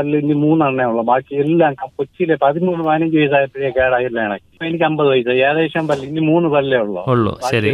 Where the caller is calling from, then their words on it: Neyyattinkara, Kerala, India; ഞാൻ നെയ്യാറ്റിൻകര നിന്നാണ്